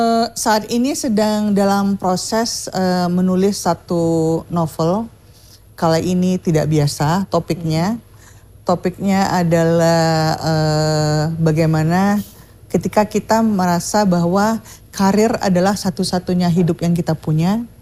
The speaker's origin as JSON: {"language": "Indonesian", "region": "North Sumatra", "country": "Indonesia", "said": "Kalau aku orang Melayu Deli, kalau orang Melayu Deli itu panggil bapaknya itu Entu gitu."}